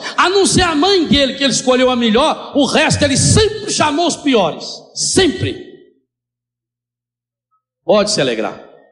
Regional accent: Brazil; born there; E foi mostrando o Biguá, aonde eu nasci.

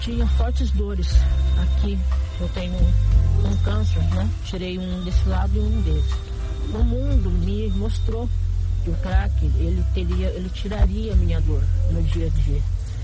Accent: Ibaté, São Paulo, Brazil; Eu sou de Ibaté, eu tenho que ir para Ibaté de São Carlos.

